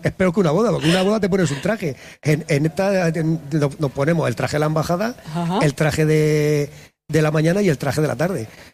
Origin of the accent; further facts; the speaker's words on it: Abanilla, Region of Murcia, Spain; born there; now in Crevillente, Spain; yo no soy nacido en Crevillente, yo nací en Abanilla, en Murcia.